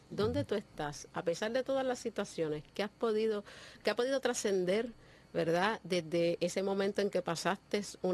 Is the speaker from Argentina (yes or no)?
no; Vega Baja, Puerto Rico; Yo soy una mujer humilde, nacida y criada en Vega Baja, que estudió en escuela pública